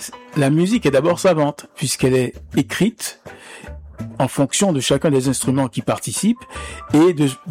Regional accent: Haiti; Issaël Saïe, chez nous, en Haïti, c'était un clarinettiste.

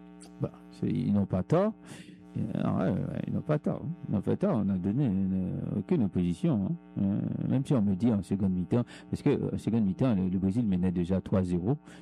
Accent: Haiti; Je veux dire tout simplement, comme je suis haïtien, je ne sais pas si j'ai une licence ou si j'ai le feu vert de dire ça parce que je suis haïtien.

